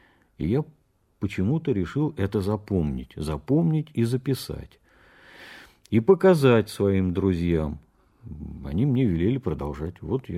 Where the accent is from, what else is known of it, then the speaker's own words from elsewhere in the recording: Saint Petersburg, Russia; born there; also born or lived in Krasnoye Selo; Я родился в Питере. Потом появился в Петербурге только когда пошел в школу. А отец был военный